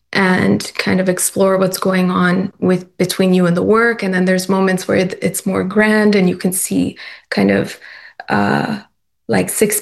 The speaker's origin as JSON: {"language": "English", "country": "Canada", "said": "Still very attached to Toronto and Canada. And I am Canadian, so yeah, I think I made the move during COVID."}